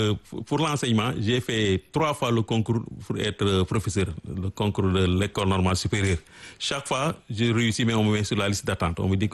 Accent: Diourbel, Senegal; est un Sénégalais, un Baobab. Donc, je suis né à Djourbel. Oui. J'ai grandi là-bas.

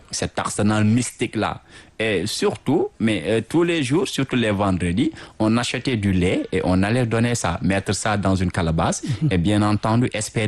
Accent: Senegal; en tant qu'Africain, de surcroît, en tant que Sénégalais

